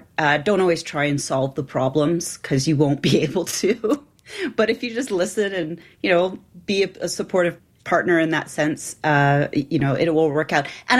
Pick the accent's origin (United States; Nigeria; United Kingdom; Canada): Canada; I'm a Canadian filmmaker.